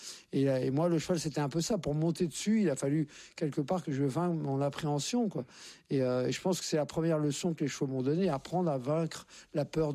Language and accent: French; Courbevoie, Île-de-France, France; born there